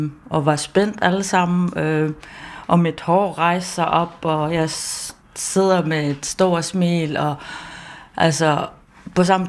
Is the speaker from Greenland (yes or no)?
yes; Greenland; det er det, man virkelig blev stolt af som grønlænder, at vi som en lille land med så lidt befolkning har været med til med så stor aftale